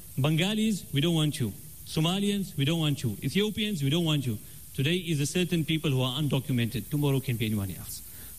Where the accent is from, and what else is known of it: South Africa